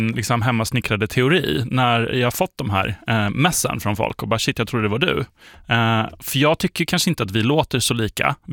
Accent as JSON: {"language": "Swedish", "region": "West Coast", "country": "Sweden", "tie": "born or raised there", "lives_now": "Stockholm, Sweden", "said": "Ja, men jag är liksom uppvuxen på västkusten, bott i Stockholm i 16 år."}